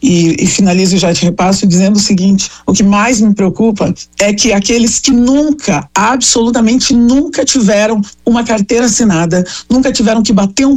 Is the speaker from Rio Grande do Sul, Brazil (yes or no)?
yes; Porto Alegre, Rio Grande do Sul, Brazil; Eu sou uma figura que eu cresci numa ocupação aqui em Porto Alegre, numa comunidade.